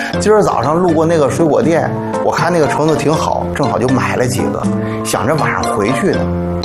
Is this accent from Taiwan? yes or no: no; Xuzhou, Jiangsu, China; 大家好，我是来自徐州的